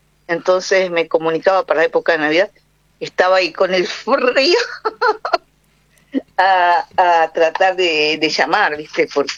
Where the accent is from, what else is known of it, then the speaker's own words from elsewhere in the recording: Jujuy, Argentina; que soy propia porque yo, aparte de soy argentina, soy jujeña, soy bien norteña, bien norteña.